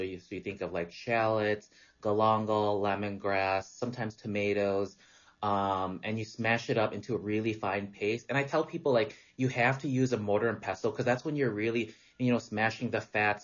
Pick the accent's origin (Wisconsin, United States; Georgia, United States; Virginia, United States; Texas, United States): Wisconsin, United States; born or raised there